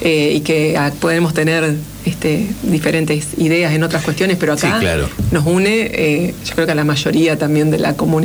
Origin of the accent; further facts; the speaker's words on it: Gualeguaychú, Entre Ríos, Argentina; moved away as an adult; Yo vengo de Gualeguaychú.